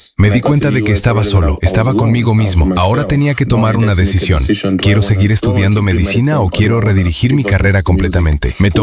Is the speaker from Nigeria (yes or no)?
yes; Nigeria; now in Chicago, United States; Soy originalmente de Nigeria. Soy de un hogar nigeriano. El primero de tres hijos.